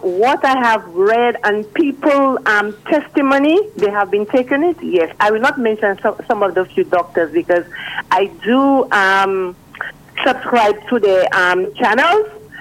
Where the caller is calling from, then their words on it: St. Lucia; I'm calling from Hen St. Lucia.